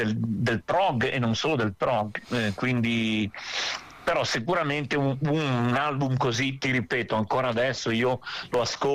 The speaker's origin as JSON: {"language": "Italian", "town": "Genoa", "region": "Liguria", "country": "Italy", "said": "noi siamo di Genova"}